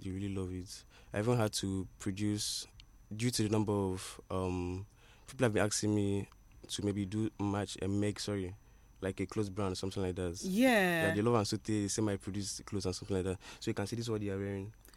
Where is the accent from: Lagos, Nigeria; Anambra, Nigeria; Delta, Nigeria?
Anambra, Nigeria; I'm not from Enugu. I'm from Anambra State.